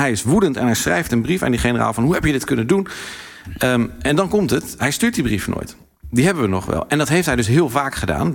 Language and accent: Dutch; Netherlands; Ik stel voor dat wij collectief als Nederlanders eerst even naar onszelf terug